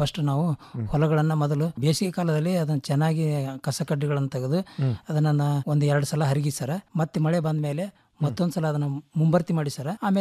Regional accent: Sudi, Karnataka, India; ತಾಲೂಕು ಗಜೇಂದ್ರ, ಜಿಲ್ಲಾ ಗದಗ, ಸಾಕಿನ ಸೂಡಿ. ನಾನು ಅಲ್ಲಿಂದ ಬಂದಿದ್ದು.

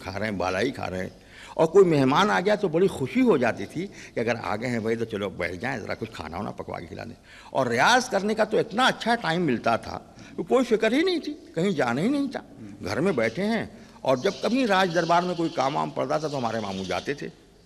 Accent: Varanasi, Uttar Pradesh, India; जैसे हमारी बोली है। अब हम हमारे बनारस के बोले कहा भैया, कहाँ से आवत हुआ, कहाँ जात हुआ

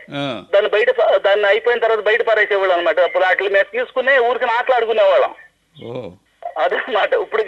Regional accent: Andhra Pradesh, India; నేను మచిలీపట్నం నుంచి

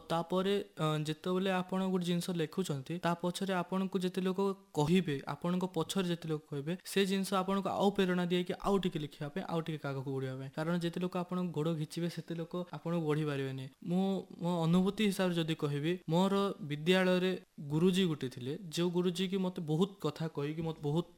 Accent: Odisha, India; ଆମେ ଓଡ଼ିଆ କହିବା ମାଧ୍ୟମରେ ସେ ମଧ୍ୟରେ ଆମେ ଲାଜ କରୁଛୁ ଦୁନିଆ ସାମ୍ନାରେ।

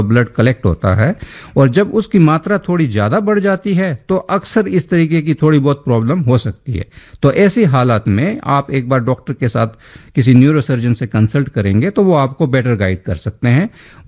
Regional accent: Himachal Pradesh, India; मैं भी पहाड़ी हूँ, मैं हिमाचल से हूँ।

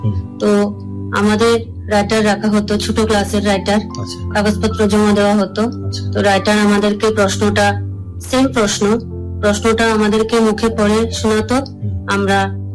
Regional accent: Belonia, Tripura, India; আমার বাড়ি বিলোনিয়া নুনুয়ার, জয়পুর, দক্ষিণ ত্রিপুরা।

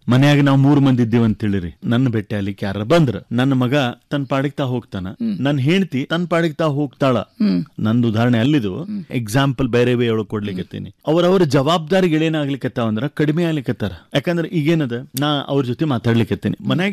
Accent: Hubballi, Karnataka, India; ಊರಿಗೆ ಹುಬ್ಬಳ್ಳಿಗೆ

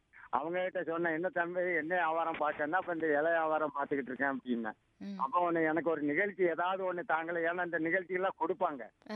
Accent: Tamil Nadu, India; born there; now in Chennai, India; நான் வந்து பிறந்த ஊரை தான் நான் எழுதிக்கிட்டு இருக்கேன்.

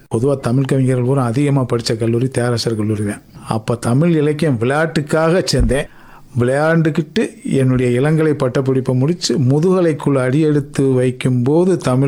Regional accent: Sholavandan, Tamil Nadu, India; என்னோட சொந்த ஊர் சோழவந்தான். என் கூட பிறந்தவங்க 7 பேர்.

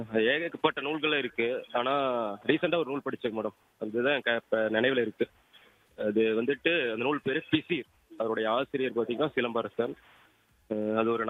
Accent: Jalakandapuram, Tamil Nadu, India; என்னுடைய ஊர் பாத்தீங்கன்னா ஜலகண்டாபுரம், சேலம் மாவட்டம்.

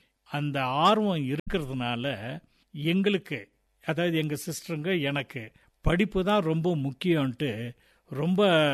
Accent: Ooty, Tamil Nadu, India; born there; ரொம்ப அழகான ஒரு கிராமம் அது. அங்கே தான் நான் பிறந்தேன் அப்படின்ட்டு எங்கள் அம்மா அப்பா சொல்லுவாங்க. அங்கே பிறந்து அப்போல்லாம் ரொம்ப கஷ்டமான காலம்ன்றதுனால எங்கள் அப்பா வந்து இங்கே கூட்டிகிட்டு வந்துட்டார். எங்கள் அம்மாவை ஊட்டிக்கு கூட்டிகிட்டு வந்துட்டாங்க.

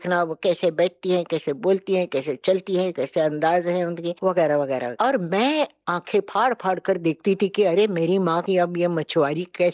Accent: Pune, Maharashtra, India; also born or lived in Lucknow; हाँ, पुणे आ गई और नाना के पास, मतलब अपने पिता के पास, मेरे नाना अप्पा हम कहते थे। और तब से मैं उनकी छत्र छाया में पली बड़ी

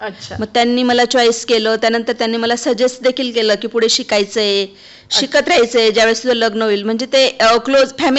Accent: Tavkheda, Maharashtra, India; also born or lived in Varshi, Shindkheda taluka; माझं लहानपण आईच्या घरी, मामाच्या कडे.

